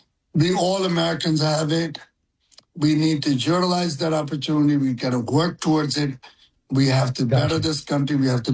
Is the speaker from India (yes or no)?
yes; India; English is a second language; now in United States; I'm me coming from India 43 years ago, with no idea what I was going to do here, start my job at $4.15 an hour